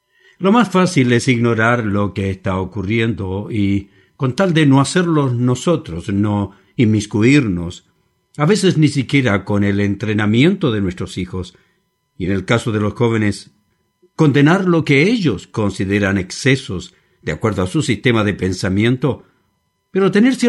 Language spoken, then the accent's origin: Spanish; Chile; muchos otros en mi país